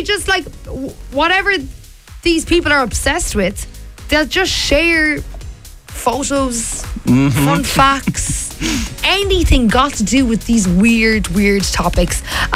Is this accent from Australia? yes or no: no; Limerick, Munster, Ireland; because I'm obviously from Limerick, Munster rugby, huge obsession.